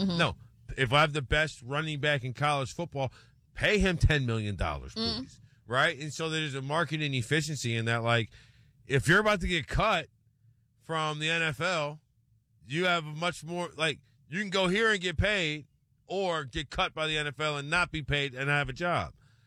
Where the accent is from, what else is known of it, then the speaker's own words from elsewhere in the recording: Louisiana, United States; I'm from Louisiana, I grew up watching football on Friday, grew up watching football on Saturday, grew up football on Sunday, okay?